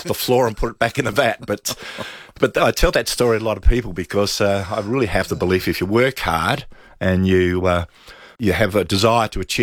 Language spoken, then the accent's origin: English; Kilkenny, Leinster, Ireland; No. I was born in Highmarsh and ended up, my family then lived in Kilkenny, and Chela Gardens was just the closest primary school.